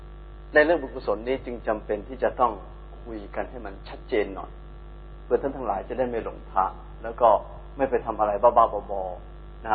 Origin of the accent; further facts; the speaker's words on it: Bangkok, Thailand; born there; พี่สาวเกิดที่อยุธยาแต่ว่าอาตมากับพี่ชายแล้วก็น้องสาวเกิดที่กรุงเทพสองกรุงนะฮะเป็นเลือดกรุงศรีอยุธยาแต่มาเกิดที่กรุงเทพแล้วก็เกิดในพื้นที่วัด